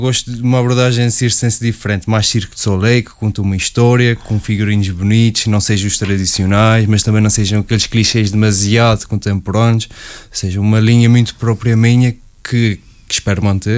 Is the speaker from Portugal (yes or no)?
yes; Azores, Portugal; accent: Micaelense; moved away as an adult; Não, esse é Miquelense. E o sotaque já está muito maltratado.